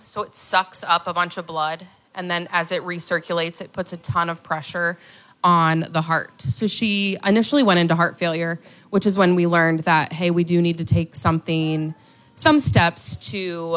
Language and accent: English; Geneseo, Illinois, United States; We're from Geneseo, Illinois.